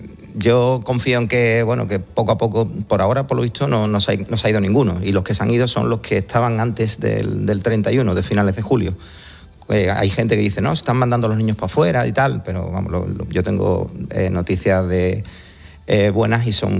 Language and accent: Spanish; Ceuta, Spain; tenemos que aguantar, somos de Ceuta somos así, ¿no? No, nos hemos hecho así porque vivimos al lado, sabemos de quién es nuestro vecino, sabemos que vivimos en una ciudad con muchos militares